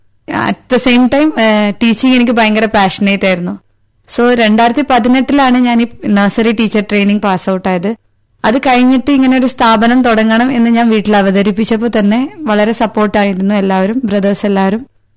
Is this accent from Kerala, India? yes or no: no; Kavaratti, Lakshadweep, India; ഞാൻ കവരത്തി ദ്വീപ് സ്വദേശിനിയാണ്.